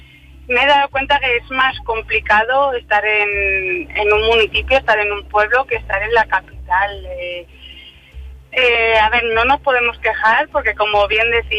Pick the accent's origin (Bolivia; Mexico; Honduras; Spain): Spain; Ledesma, Castile and León; Algo en mi entorno y aparte de Salamanca, por supuesto, hacerlo en mi pueblo, hacerlo en Ledesma.